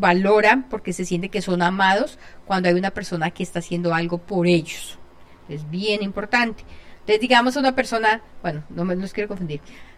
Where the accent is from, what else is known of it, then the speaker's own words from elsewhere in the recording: Colombia; yo soy colombiana y por eso todo lo hablo en diminutivo. Hay gente que le disgusta mucho cuando uno habla así en diminutivo, pero es parte de como hablamos los colombianos.